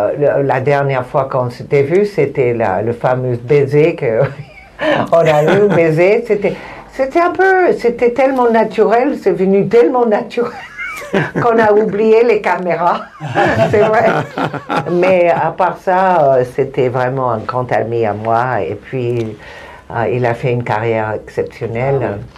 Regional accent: Mexico; French is a second language; parce que moi je viens du Mexique, il est pas l'espagnol et moi aussi

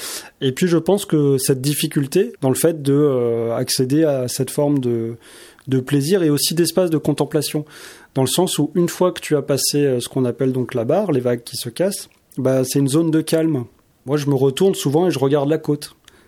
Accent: Grand Est, France; moved away; ma mère est bretonne, mais j'ai grandi en Alsace.

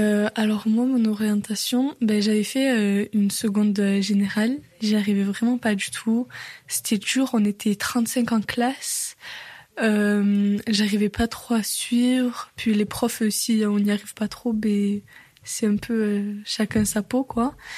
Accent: Millau, Occitanie, France; born there; J'ai 18 ans, je suis née en Aveyron, à Millau. J'ai grandi dans un milieu rural.

